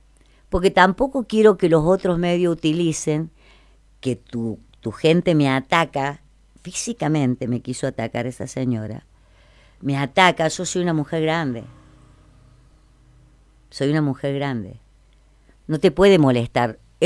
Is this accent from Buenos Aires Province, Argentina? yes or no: no; Villa Mercedes, San Luis, Argentina; Yo soy de San Luis. Amo esta tierra. Y soy de Villa Mercedes.